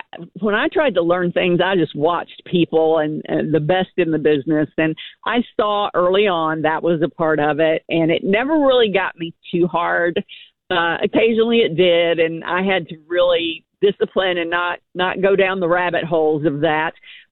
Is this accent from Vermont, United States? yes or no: no; Campbellsville, Kentucky, United States; moved away; I'll be in my hometown, Campbellsville, promoting it.